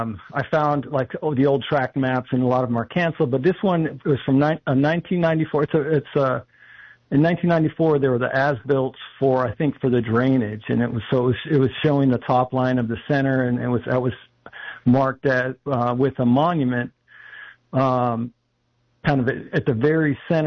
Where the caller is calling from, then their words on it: Live Oak, United States; I'm calling from Live Oak.